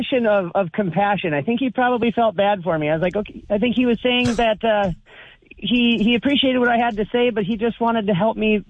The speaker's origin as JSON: {"language": "English", "region": "North Dakota", "country": "United States", "said": "Well, originally I am from the Regan-Wilton area."}